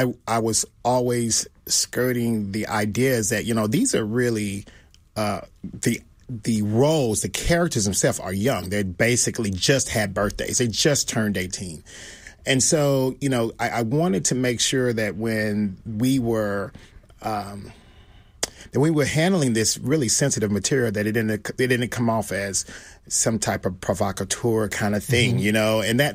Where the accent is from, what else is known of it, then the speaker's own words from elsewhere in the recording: the South, United States; I'm the son of a preacher, right? So I come from the most, and I'm from the South